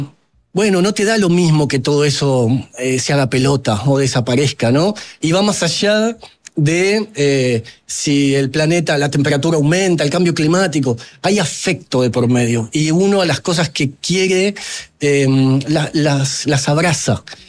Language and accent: Spanish; Argentina; donde junto con un colega, yo soy de Argentina, un colega de Uruguay y uno de Chile, contamos nuestra experiencia